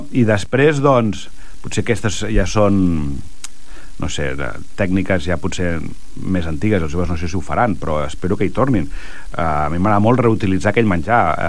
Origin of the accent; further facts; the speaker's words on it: Vilassar de Mar, Catalonia, Spain; Jo que soc de Vilassar de Mar